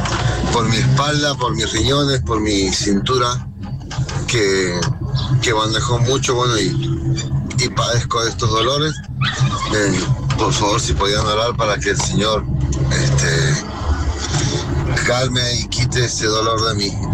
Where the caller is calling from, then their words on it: Las Heras, Mendoza, Argentina; de Las Heras.